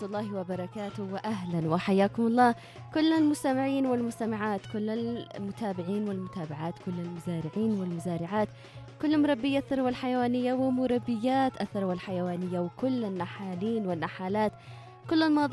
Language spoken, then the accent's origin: Arabic; Sanaa, Yemen; على بلادنا أو على محافظتنا صنعاء